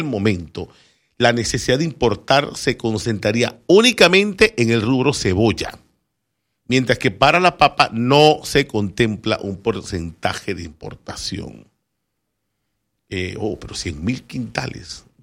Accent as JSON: {"language": "Spanish", "country": "Panama"}